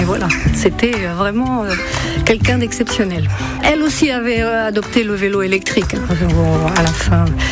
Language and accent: French; Brittany, France; moved away; moi, je ne suis pas originaire d'ici. Je suis originaire du Finistère Nord.